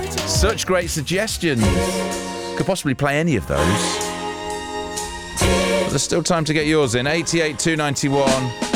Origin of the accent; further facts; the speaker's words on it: Leicester, East Midlands, United Kingdom; I grew up in Leicester